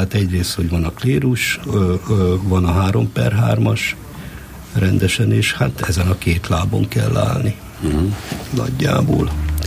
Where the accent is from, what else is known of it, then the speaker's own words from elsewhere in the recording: Nyíregyháza, Szabolcs-Szatmár-Bereg, Hungary; born there; also born or lived in Szeged; now in Budapest, Hungary; Hát születni Nyíregyházán születtem, a nagyszüleim azok tunyogmatolcsiak és gacsáiak